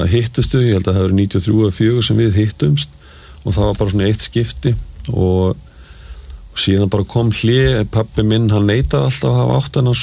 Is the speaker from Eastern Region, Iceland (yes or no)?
no; Reykjavík, Capital Region, Iceland; Ég alveg upp í Reykjavík